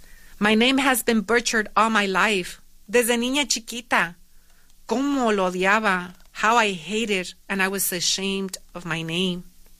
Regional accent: Nayarit, Mexico; now in United States; soy mexicana, inmigrante, orgullosa de venir de la sierra de Nayarit, o sea, de honrar de dónde vengo, o sea, tan lejos

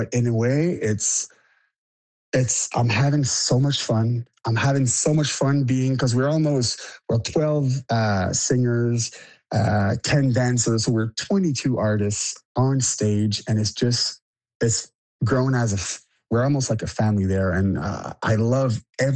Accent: Moncton, New Brunswick, Canada; also born or lived in Dieppe; And, you know, growing up in Moncton and Dieppe, and we learn about that, you know, the history of the Acadian.

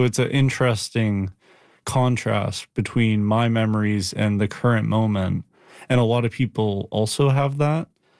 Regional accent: Moncton, New Brunswick, Canada; I grew up in Moncton

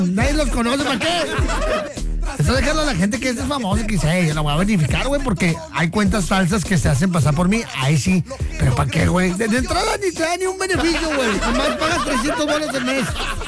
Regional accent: Mexico

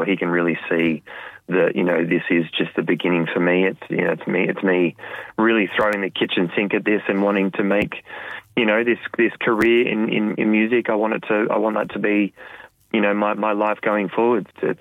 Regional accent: Batemans Bay, New South Wales, Australia; I'm on my way down the South Coast, and I'm so excited to play in my hometown. It's been a long time since I've played on the South Coast.

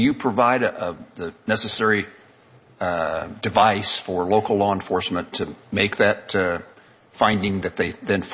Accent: Kansas, United States; how that tool will be helpful to law enforcement officials in my home state of Kansas.

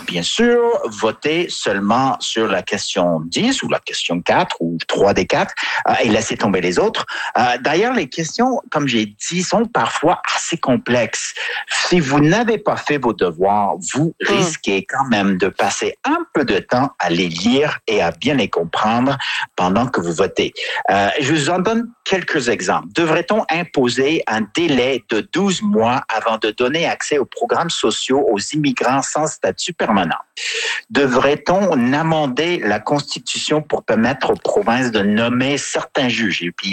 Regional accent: Quebec, Canada; Et je me permets juste en conclusion sur l'Alberta en tant que Québécois d'ajouter que je trouve quand même le processus en Alberta un peu chaotique.

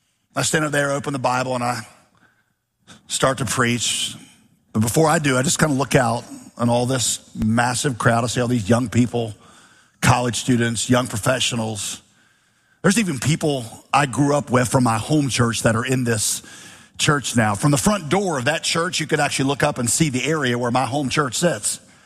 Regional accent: Winston-Salem, North Carolina, United States; born or raised there

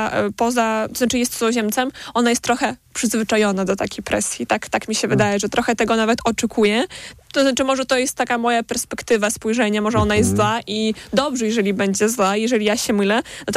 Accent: Belarus; pomijając to, że jestem Białorusinką

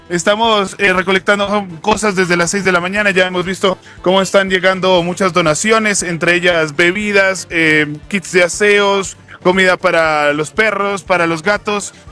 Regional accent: Colombia; para unirnos como colombianos.

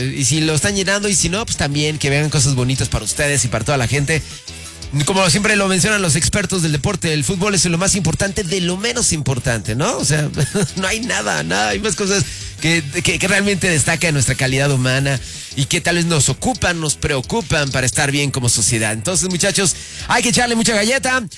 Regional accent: Mexico

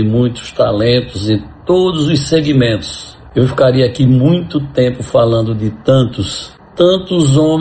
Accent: Monteiro, Paraíba, Brazil; born there; accent: nordestino; sou nordestino, nascido na cidade de Monteiro, interior da Paraíba. Tenho muito orgulho de ser nordestino

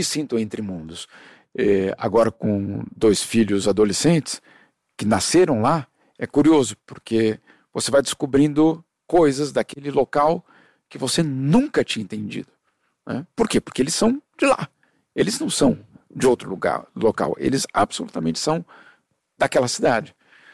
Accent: Brazil; Eu sei que eu sou brasileiro. Eu só tenho um passaporte brasileiro. Então eu tenho certeza que eu sou brasileiro. Mas ao mesmo tempo eu tenho certeza que ao não morar no Brasil

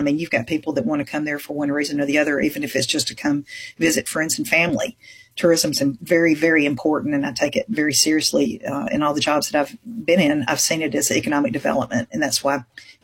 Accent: Sheffield, Alabama, United States; My hometown, Sheffield, Alabama, is part of another one of the cities there is called Muscle Shoals.

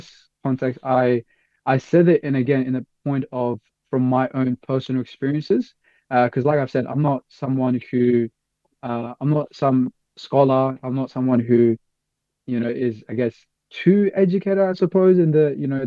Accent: Australia; especially growing up in Australia

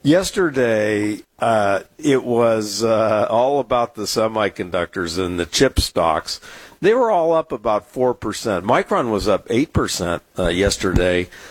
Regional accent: San Diego, California, United States; I grew up fishing in San Diego Bay and the Mission Bay, and we used those stinky mussels that we would get off the pylons of the pier.

